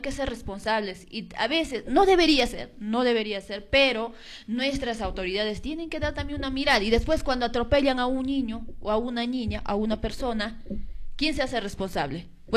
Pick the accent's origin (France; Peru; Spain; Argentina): Peru